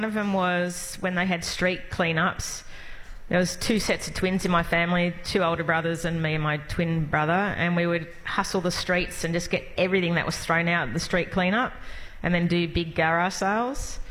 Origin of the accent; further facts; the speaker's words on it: Bondi, New South Wales, Australia; is growing up in Bondi and having brothers that were quite tough with me.